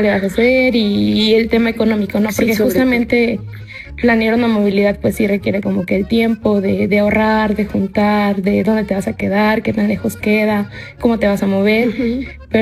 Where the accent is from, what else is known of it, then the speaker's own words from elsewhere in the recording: Monterrey, Nuevo León, Mexico; Sí, bueno, yo soy de la ciudad de Monterrey y estudio biología en la Universidad Autónoma de Nuevo León.